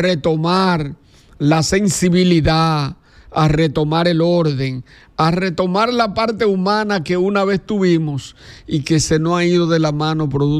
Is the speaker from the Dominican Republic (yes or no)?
yes; Dominican Republic; como dominicanos, como bauruquenses